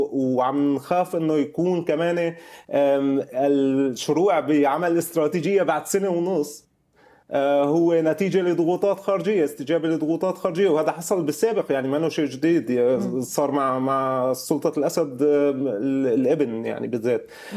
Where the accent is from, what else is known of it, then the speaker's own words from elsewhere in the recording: Syria; لأنه الكاش إيكونومي عندنا بسوريا